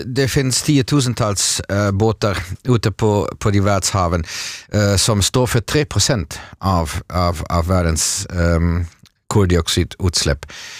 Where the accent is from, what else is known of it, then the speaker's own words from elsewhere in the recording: Mönchengladbach, North Rhine-Westphalia, Germany; Swedish is a second language; now in Sweden; och jag talade med min bror som bor i Mönchengladbach vid holländska gränsen. Där är det redan nu tidigt på morgon 30 grader och förväntas idag 39 grader. Jag har ju vuxit upp där och tillbringar min barndom